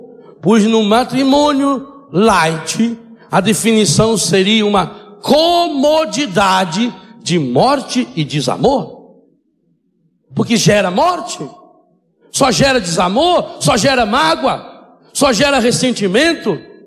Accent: Minas Gerais, Brazil; Eu sou mineiro

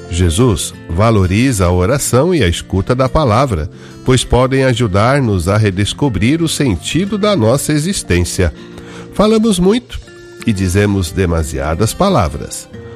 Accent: Jales, São Paulo, Brazil; sou de Jales, São Paulo. Boa noite. Então, cidade de Jales, lá interior, bem lá no norte do estado de São Paulo, noroeste ali, né?

